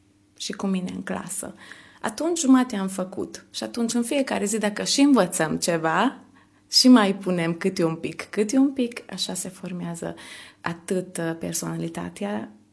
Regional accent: Micherechi, Békés, Hungary; Nu m-aș muta niciodată de acolo. Am soț, chiar și el micherechian, așa că nici nu s-a ivit ideea niciodată să ne mutăm ori în Giula, ori în alt localitate. Noi suntem din Michereghi

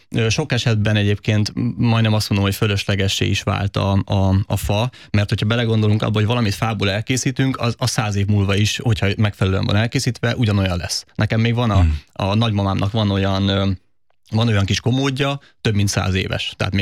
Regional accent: Budaörs, Pest, Hungary; Én speciál Budaörsön nőttem föl

